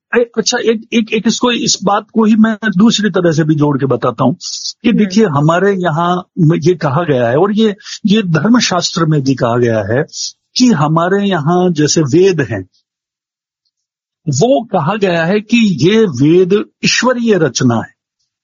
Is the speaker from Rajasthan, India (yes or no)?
yes; Rajasthan, India; now in Jaipur, India; मैं जयपुर में आया था 1987 में, काफी बरस हो गए, अब तो कोई पूछता भी है कि कहाँ के रहने वाले हो तो मुंह से निकलता है जयपुर का रहने वाला हूँ